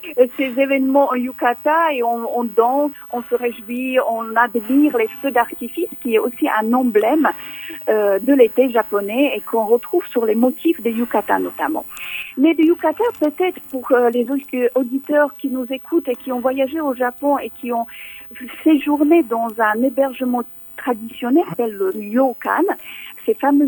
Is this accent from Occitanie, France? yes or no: yes; Toulouse, Occitanie, France; chez nous à Toulouse, dans le sud de la France